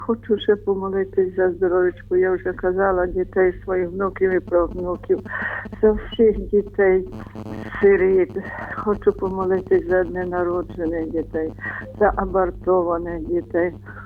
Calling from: Lviv, Lviv Oblast, Ukraine; бо я зі Львова телефоную.

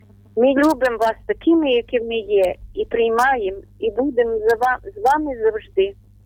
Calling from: Ternopil Oblast, Ukraine; Доброго вечора, ми з України, Тернопільщина

